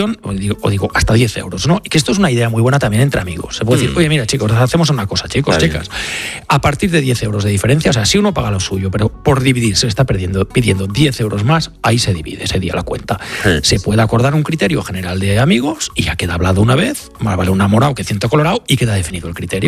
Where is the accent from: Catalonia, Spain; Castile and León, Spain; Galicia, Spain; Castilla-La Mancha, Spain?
Catalonia, Spain; A ver, yo soy catalán. Entonces, nosotros, igual que los escoceses y algunas otras geografías, se nos tilda de tacaños, ¿no?